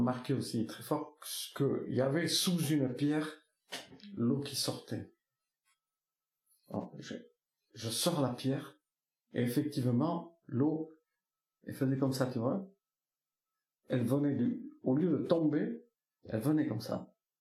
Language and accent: French; Nouvelle-Aquitaine, France